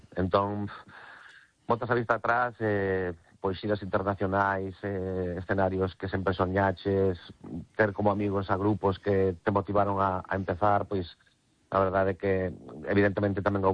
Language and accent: Galician; Galicia, Spain; Entendía que seríamos vascos, pero nada máis, non. Somos galegos 100%.